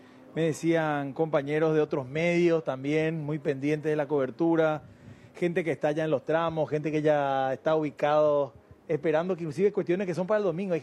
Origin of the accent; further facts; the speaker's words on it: Caaguazú, Paraguay; Nosotros somos de Caguazú y ellos son...